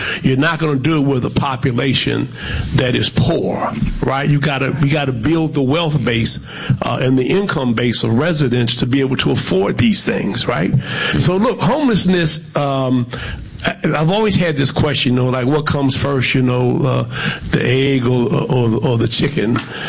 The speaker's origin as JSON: {"language": "English", "town": "Detroit", "region": "Michigan", "country": "United States", "tie": "born or raised there", "said": "as a child growing up in Detroit"}